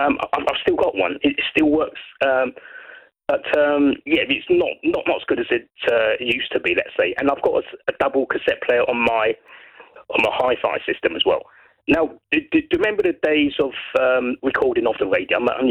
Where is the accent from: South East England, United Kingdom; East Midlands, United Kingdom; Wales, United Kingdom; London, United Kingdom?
South East England, United Kingdom; Brighton; I'm from Brighton and I don't have a Sussex accent.